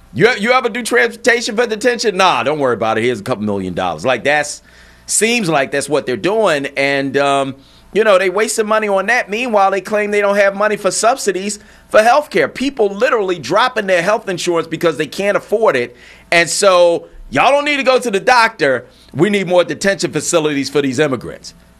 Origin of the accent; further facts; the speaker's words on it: Philadelphia, Pennsylvania, United States; and I'm asking it as a Philadelphian.